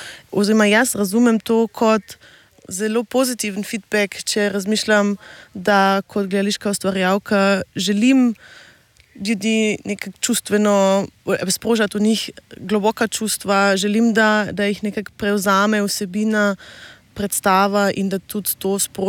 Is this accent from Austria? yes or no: yes; Sittersdorf, Carinthia, Austria; moved away as an adult; also born or lived in Vienna, Austria; now in Ljubljana, Slovenia; jaz sem doma iz Gorič pri Žitari vasi. Sem koroška Slovenka in najprej sem študirala na Dunaju vede gledališča, filme in medijev